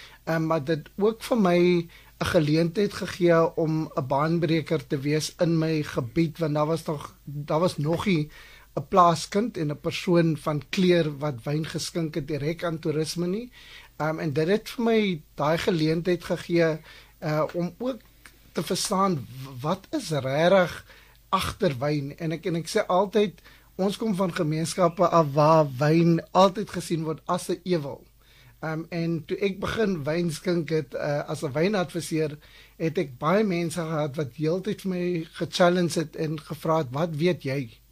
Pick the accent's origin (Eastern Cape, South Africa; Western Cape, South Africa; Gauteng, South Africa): Western Cape, South Africa; ek groot geword het op Simonsig en toe vir 15 jaar later aanhou gewerk